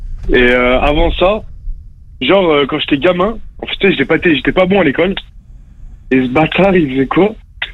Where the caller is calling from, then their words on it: Lyon, Auvergne-Rhône-Alpes, France; j'ai 27 ans, je viens de Lyon.